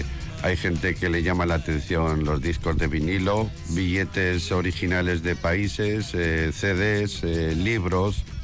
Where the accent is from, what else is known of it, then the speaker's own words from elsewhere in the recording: Bilbao, Basque Country, Spain; Como bilbaíno, nacido en Bilbao, pues uno está enamorado de ciertos lugares. A mí la Plaza Nueva, ya tengo que venía desde pequeñito y conozco bien esta zona